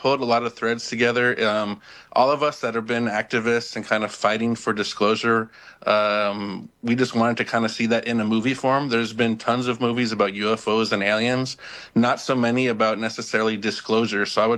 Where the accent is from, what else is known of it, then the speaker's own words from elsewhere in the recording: Tucson, Arizona, United States; I grew up in Tucson, actually.